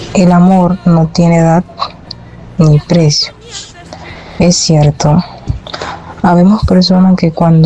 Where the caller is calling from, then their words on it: Cuba; Desde Cuba … la esposa de Edu 13.